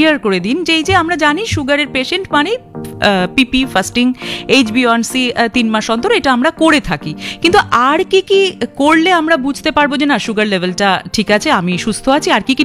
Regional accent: India; Bharatvarsha India থেকে এসেছি

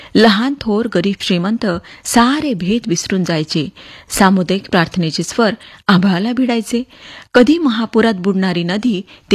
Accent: Mozari, Maharashtra, India; moved away; आज मी मोठी झाले असले तरी माझ्या अस्तित्वाची नाळ या मोझरीच्या मातीशी जोडलेली आहे. मोझरी हे केवळ माझं गाव नाही, तर ते माझ्या आत्म्याचं, माझ्या श्वासाचं आणि माझ्या साहित्याचं चिरंतन माहेर आहे. या मातीत माझं बालपण गेलं

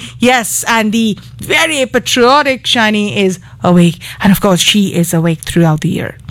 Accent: India

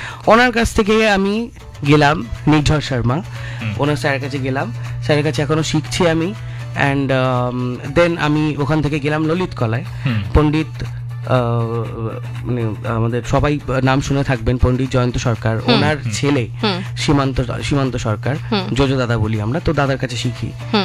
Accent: Andul, West Bengal, India; আমার বাড়ি আন্দুল, আন্দুল থেকে আমি বেহালায় যেতাম

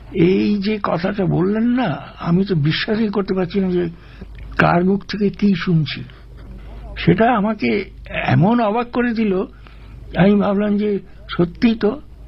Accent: Kolkata, West Bengal, India; তো আমি বললাম যে আমি কলকাতার লোক।

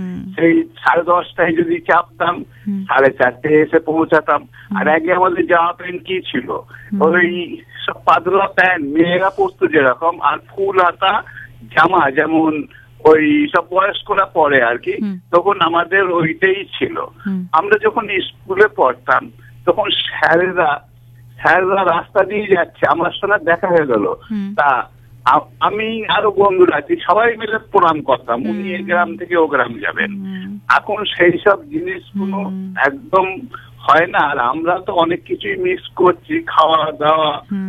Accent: Sribati, West Bengal, India; now in Kolkata, India; এই পূর্ব বর্ধমান জেলা কাটোয়া থানার শ্রীবাটি গ্রামে আমার বাড়ি। আমি ছোট থেকেই ওখানে বড় হয়েছি, মাটির ঘর, মাটির হাড়ি, মাটির সবকিছু, আর ঘরে ভাজা মুড়ি।

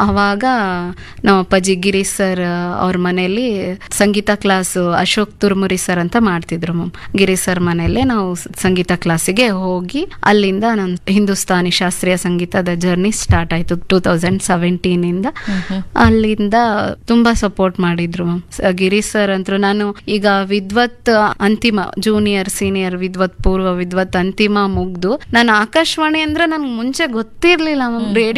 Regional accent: Karnataka, India; also born or lived in Harapanahalli / Davangere; ಅದಾದ್ಮೇಲೆ ನಮ್ಮೂರಲ್ಲಿ 1-7 ವರ್ಗೂ ಅಷ್ಟೇ ಮ್ಯಾಮ್ ಸ್ಕೂಲ್ ಇರೋದು. ಅದಾದ್ಮೇಲೆ ನಾನು ಗೌರ್ಮೆಂಟ್ ಸ್ಕೂಲಲ್ಲಿ ಓದಿದ್ದು. ಅದಾದ್ಮೇಲೆ ನಮ್ಮೂರಿಂದ 1-2 ಕಿಲೋಮೀಟರ್ ದೂರ ಸಾಸಿವೆಹಳ್ಳಿ ಅಂತ, ಅಲ್ಲಿ ನನ್ನ ಹೈ ಸ್ಕೂಲ್ ಎಜುಕೇಷನ್ ಅಲ್ಲೇ ಮ್ಯಾಮ್

